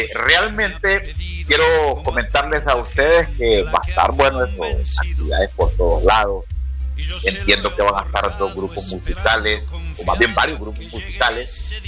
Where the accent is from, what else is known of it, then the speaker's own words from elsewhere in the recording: Honduras; esa actitud que la debemos tener todos los que somos buenos hondureños.